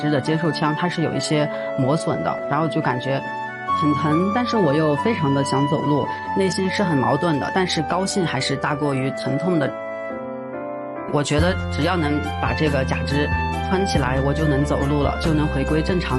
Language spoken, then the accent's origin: Chinese; Yuxi, Yunnan, China; 我来自云南玉溪。